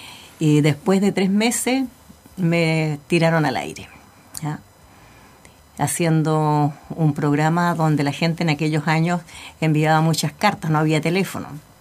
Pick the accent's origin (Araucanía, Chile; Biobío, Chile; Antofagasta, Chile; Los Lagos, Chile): Los Lagos, Chile; Chonchi; La verdad es que no soy ancuditana, pero soy chilota.